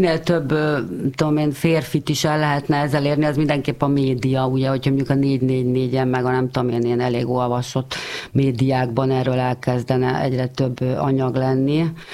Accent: Budapest, Hungary; budapesti vagyok

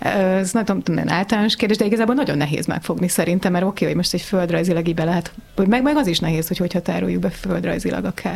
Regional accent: Békés, Hungary; now in Budapest, Hungary; amikor hazamegyek, én Békésmegyei vagyok

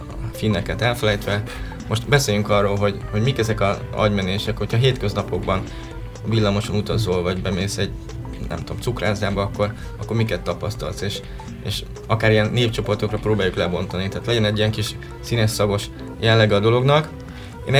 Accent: Bács-Kiskun, Hungary; Én például Bács-megyéből származom

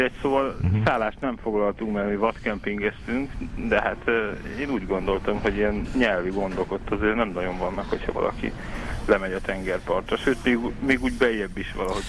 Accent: Hungary; Kérdezték néha, hogy csehek vagyunk, de az hamar kiderült, hogy annyira nem bírjuk ezt a szláv nyelvet, és aztán meg inkább az, hogy lengyelek vagyunk-e.

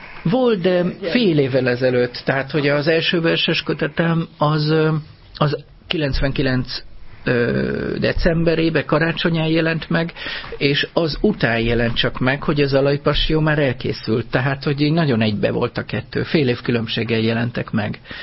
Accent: Veszprém County, Hungary; born there; Úgyhogy én Veszprém megyébe születtem. A húgom rá egy évre már Zalába született. Ugyanott, és most idősek otthona, tehát hogy ott születtem, és ott is fogok megrohadni.

